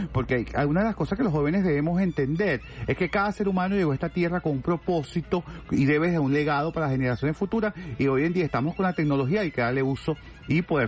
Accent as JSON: {"language": "Spanish", "region": "Sucre", "country": "Venezuela", "said": "por toda la obra trascendental que él nos dejó y que nos sigue inspirando como sucrense y como venezolano."}